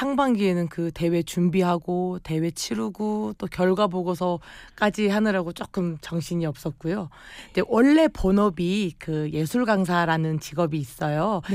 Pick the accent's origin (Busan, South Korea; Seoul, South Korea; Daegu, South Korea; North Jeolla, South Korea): North Jeolla, South Korea; Jeonju